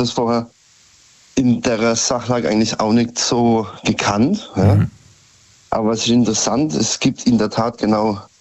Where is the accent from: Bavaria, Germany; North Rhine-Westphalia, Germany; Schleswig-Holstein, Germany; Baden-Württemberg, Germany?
Baden-Württemberg, Germany; Karlsruhe; Ich komme aus Karlsruhe.